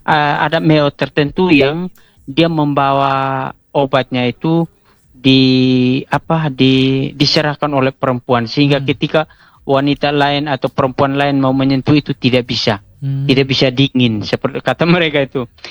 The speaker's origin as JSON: {"language": "Indonesian", "region": "East Nusa Tenggara", "country": "Indonesia", "said": "Ya, ada satu istilah kami orang Atoni itu bahwa obat musuhnya itu dia anti perempuan."}